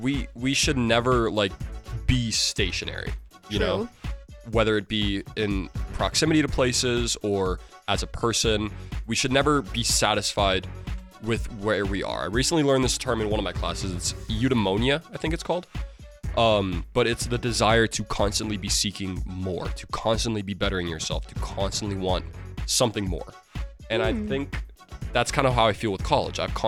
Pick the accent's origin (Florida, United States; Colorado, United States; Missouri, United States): Colorado, United States; Denver; now in Fort Collins, United States; It is a small town. I grew up in Denver.